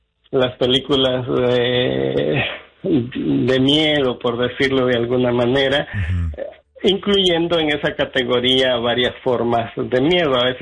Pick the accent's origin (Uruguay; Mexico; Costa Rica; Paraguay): Mexico; Yo siempre digo que como mexicano